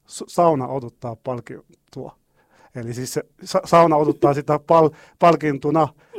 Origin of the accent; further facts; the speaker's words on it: Morocco; now in Finland; oon puolia marokkolainen ja vähän ranskalainen. Ja tulin maasta, jossa puhutaan aika paljon, ja tulin aika Suomeen, jossa joskus on tervehtiminenkin on tuntuu olivan pitkä keskustelu.